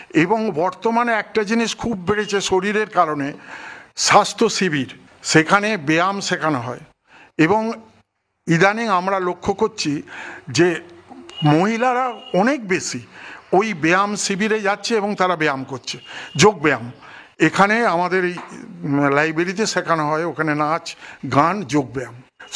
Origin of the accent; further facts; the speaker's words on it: West Bengal, India; আমাদের গ্রামের মধ্যে, যেহেতু ছোটো খুব গ্রাম